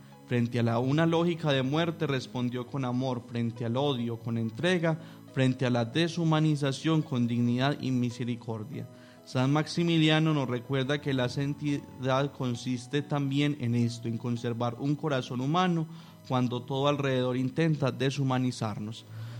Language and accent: Spanish; Colombia; Nosotros como colombianos